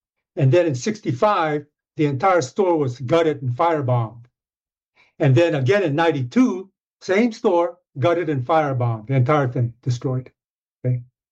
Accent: Los Angeles, California, United States; I grew up in Crenshaw District in Los Angeles, Crenshaw, West Adams area, primarily African-American area.

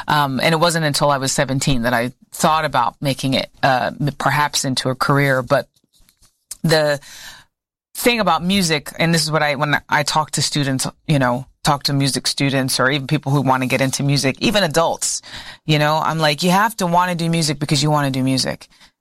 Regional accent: North Carolina, United States; I'm from North Carolina. I was born and raised there.

